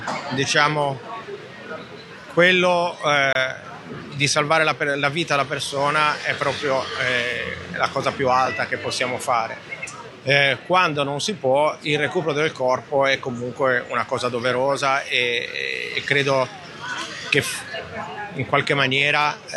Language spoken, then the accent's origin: Italian; Genoa, Liguria, Italy; parlo per me che sono della Valpolcevera